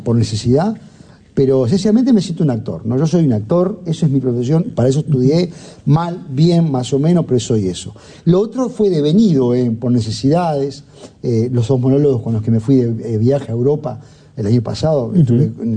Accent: Uruguay; soy de Uruguay, donde la gente ningunea a los demás

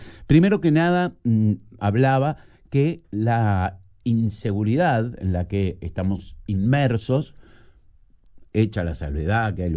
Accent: Uruguay; cualquier uruguayo

